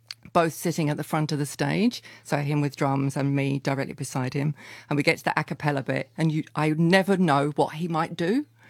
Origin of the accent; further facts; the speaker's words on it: Ely, East of England, United Kingdom; moved away as an adult; now in New Zealand; I grew up in England, in rural England, in Ely, Cambridgeshire.